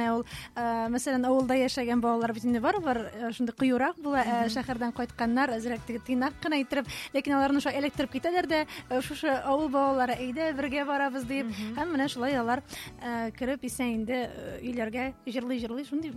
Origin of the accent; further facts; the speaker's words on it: Saby district, Tatarstan, Russia; Менә безнең Саба якларында